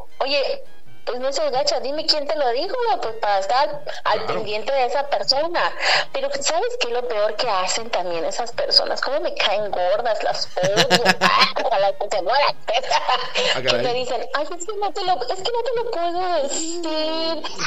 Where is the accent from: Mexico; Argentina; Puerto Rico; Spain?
Mexico; su gente de México es muy cálida, es muy apapachadora, somos buenas personas.